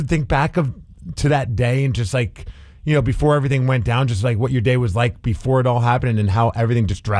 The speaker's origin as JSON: {"language": "English", "region": "New York", "country": "United States", "moved": "yes", "said": "I'm from New York"}